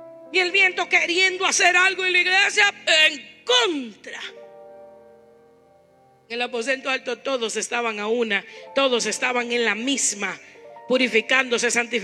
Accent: Dominican Republic; moved away

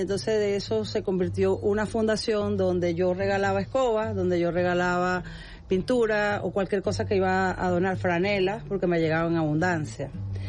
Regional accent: Tucacas, Falcón, Venezuela; now in La Guaira, Venezuela; yo vengo de Tucacas, Estado Falcón, orgullosa de ser de Tucacas, porque ahí también crecí desde los 14 años, y crecí viendo cómo puedo apoyar a ese pueblo.

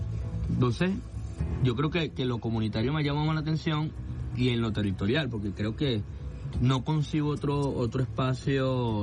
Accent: Caracas, Capital District, Venezuela; Mira, yo vengo de Pinto Salinas.

